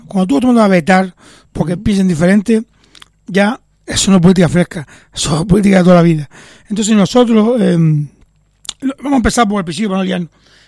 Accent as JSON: {"language": "Spanish", "town": "Las Palmas", "region": "Canary Islands", "country": "Spain", "said": "Yo soy de Las Palmas y mira, nos llevamos bien."}